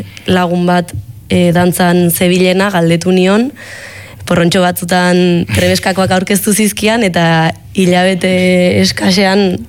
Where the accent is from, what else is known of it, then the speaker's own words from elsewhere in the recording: Lasarte-Oria, Basque Country, Spain; born there; txikitan lasarten hasi nintzen baleta edo egiten